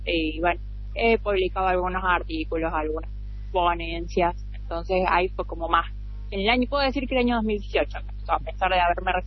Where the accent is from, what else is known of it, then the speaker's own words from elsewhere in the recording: Córdoba, Argentina; yo soy egresada de la Universidad Nacional de Córdoba. Estudié derecho aquí en mi ciudad